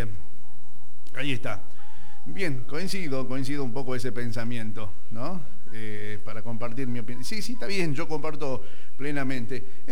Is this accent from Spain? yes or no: no; Argentina; sentí una alegría como argentino.